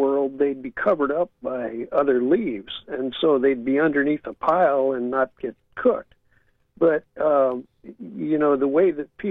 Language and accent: English; California, United States; No, I'm the guy from California, so I'm not out there.